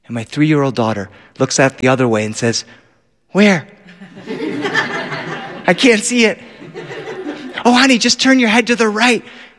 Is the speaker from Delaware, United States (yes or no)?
yes; Delaware, United States; now in Los Angeles, United States; I grew up on the East Coast. I grew up in Delaware.